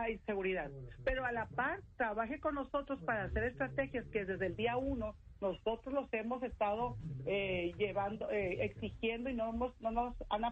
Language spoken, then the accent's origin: Spanish; Sinaloa, Mexico; que así somos los sinaloenses.